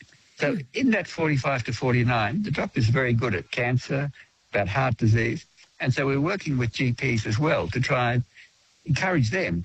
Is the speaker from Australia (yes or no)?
yes; Australia; Well, that's my hobby horse, being the Australian of the Year.